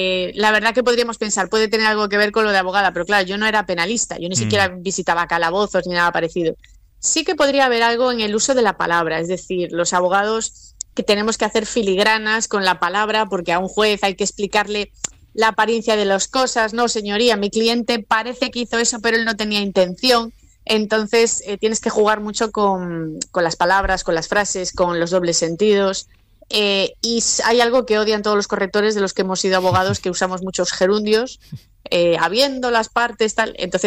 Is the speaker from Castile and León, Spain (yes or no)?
no; Galicia, Spain